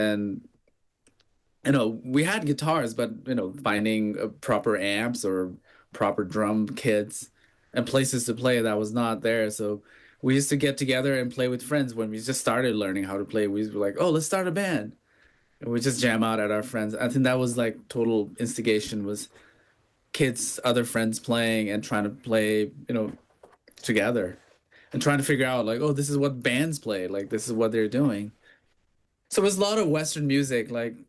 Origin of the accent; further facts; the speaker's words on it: Bhutan; So I grew up in Bhutan.